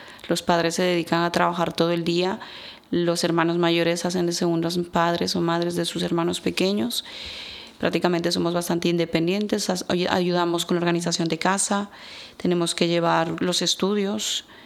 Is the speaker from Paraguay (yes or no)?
no; Ecuador; now in Spain; soy de Ecuador, tengo 36 años, llegué en el 2004 a España, soy la segunda generación de migrantes, los primeros fueron mis padres.